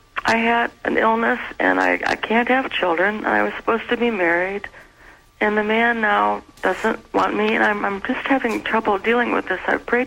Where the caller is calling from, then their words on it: Minnesota, United States; Minnesota.